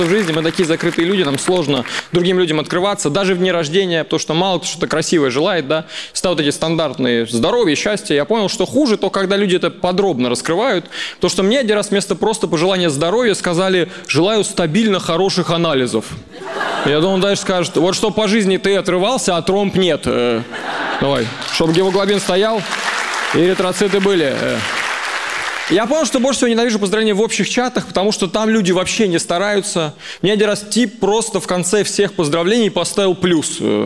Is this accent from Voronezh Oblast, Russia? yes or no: yes; Voronezh, Voronezh Oblast, Russia; now in Moscow, Russia; Я просто приезжаю из Москвы в Воронеж, мне приходит сообщение: «Добро пожаловать на родную землю».